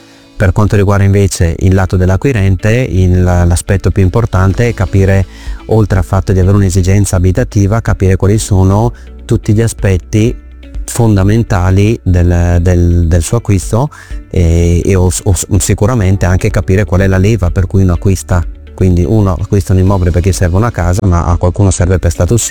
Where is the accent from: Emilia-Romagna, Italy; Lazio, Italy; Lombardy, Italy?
Lombardy, Italy; Brescia; now in Verona, Italy; sono bresciano